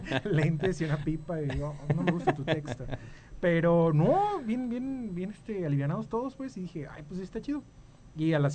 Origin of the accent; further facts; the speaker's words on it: Aquiles Herdán, Jalisco, Mexico; soy entonces... de un ranchito que se llama Aquiles Herdán, que está para Jalisco.